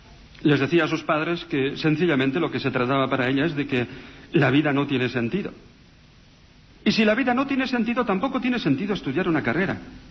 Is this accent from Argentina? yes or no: no; Navarre, Spain; Muchos me dicen que en vacaciones, en mi pueblo, fijaros, yo soy un pueblo de la Ribera de Navarra, rico, pero inculto